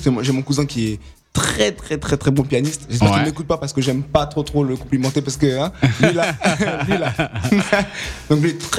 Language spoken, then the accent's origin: French; Martinique, France; Bon, je suis martiniquais, mais j'écoutais pas que musique martinique.